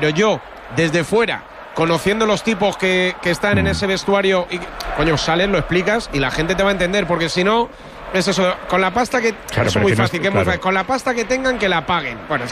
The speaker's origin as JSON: {"language": "Spanish", "town": "Santa Cruz del Valle", "region": "Castile and León", "country": "Spain", "tie": "born or raised there", "said": "Yo he salido esta mañana de mi pueblo, de Santa Cruz del Valle, para venirme prontito."}